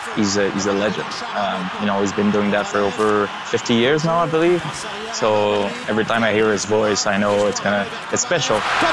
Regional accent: Montreal, Quebec, Canada; I said I grew up in Quebec City, but moved to Montreal when I was five, so I grew up watching Kovalev, Markov, Price, and all

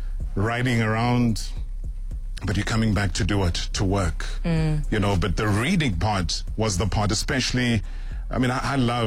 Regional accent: Vryheid, KwaZulu-Natal, South Africa; born there; So, I was born in Vryheid.

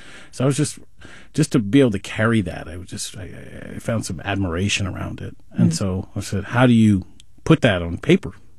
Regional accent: California, United States; I mean, I grew up in the Freeport neighborhood across from the Executive Airport. And then at one point I moved over to Fruit Ridge and Stockton area.

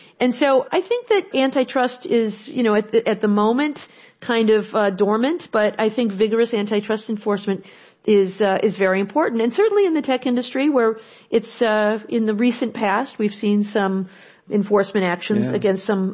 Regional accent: Detroit, Michigan, United States; You know, I come from Detroit, a child of the auto industry, where we've had for a long time a lot of auto workers who feel left behind.

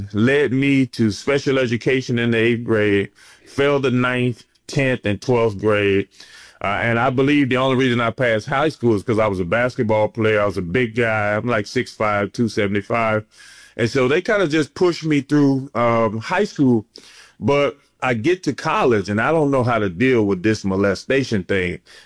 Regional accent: Alexandria, Louisiana, United States; also born or lived in Maine; So I end up growing up in Alexandria, but I'm actually from Maine, but I don't want to lose my street credibility.

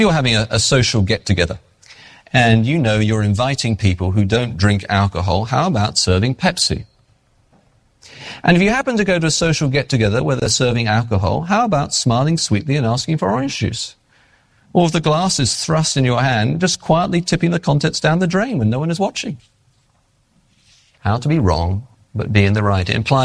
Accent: England, United Kingdom; Now, I'm English. I can get away with these things, right?

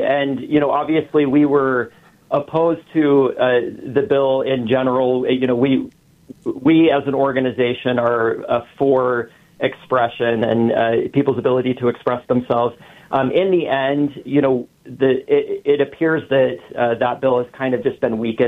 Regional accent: Utah, United States; I grew up, I was born in 1984, and so I grew up in the 90s as a little closeted gay boy in Utah

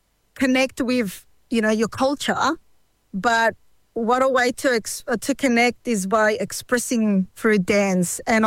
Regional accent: Bolivia; English is a second language; I'm from Bolivia, and we were here for Heart of Earth to participate in demonstrating our cultural dancing from Bolivia.

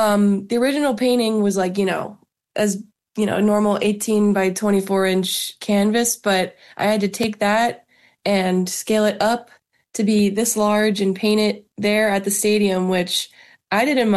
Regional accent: Pennsylvania, United States; Yeah, I grew up in the Philly suburbs, so always been a Phillies fan.

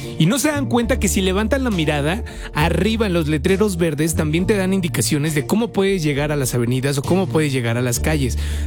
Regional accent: Veracruz, Mexico; nosotros somos de Veracruz.

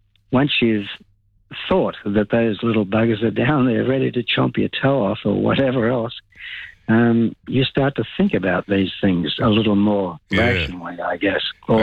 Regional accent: Sydney, New South Wales, Australia; now in Lilyfield, Australia; I grew up in Castle Crag.

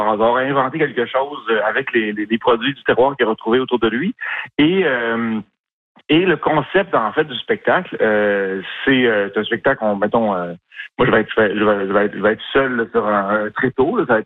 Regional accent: Montreal, Quebec, Canada; moi, je suis un enfant de la ville, je suis né à Montréal

